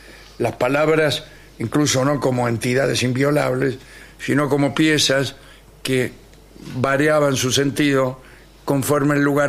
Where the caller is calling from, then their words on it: Necochea, Buenos Aires Province, Argentina; hola, amigos … de Necochea.